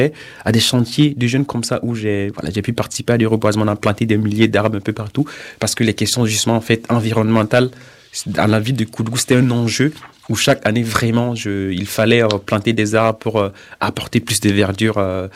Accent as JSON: {"language": "French", "town": "Koudougou", "region": "Centre-Ouest", "country": "Burkina Faso", "tie": "born or raised there", "also_born_or_lived": "Ouagadougou, Burkina Faso", "moved": "as an adult", "said": "j'ai grandi au Burkina, j'ai fait mes études du Koudougou. C'est une ville qui est à peu près à 5 km de la capitale, du Ouagadougou. J'ai fait vraiment une partie de mes études là-bas avant d'arriver à Ouaga."}